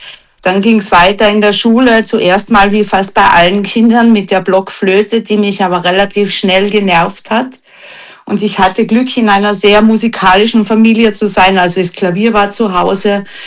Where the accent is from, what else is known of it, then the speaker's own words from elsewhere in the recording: Austria; Also natürlich bei uns in Österreich war es mal ganz klar